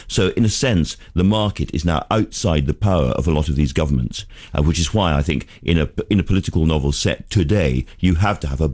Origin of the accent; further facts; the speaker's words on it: Dundee, Scotland, United Kingdom; I come from Dundee, which, as you know, is the home of the Beano and the Dandy and Desperate Dan.